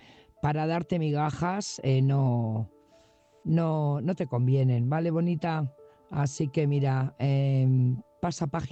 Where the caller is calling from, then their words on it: Burgos, Castile and León, Spain; Buenas noches … corresponsal de Burgos.